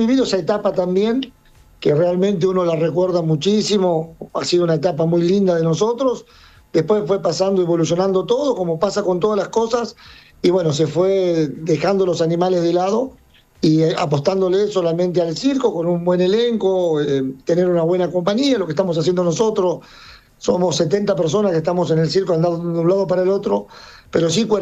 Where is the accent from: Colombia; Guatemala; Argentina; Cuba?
Argentina; also born or lived in Belgrade, Serbia; Yo soy Yugoslavo Servio, quinta generación en circo. Nacido en Belgrado, Serbia, fui criado acá en Argentina